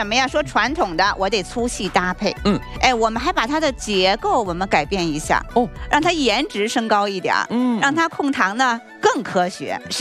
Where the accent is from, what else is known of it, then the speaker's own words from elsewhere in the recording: northern China, China; 我就是北方人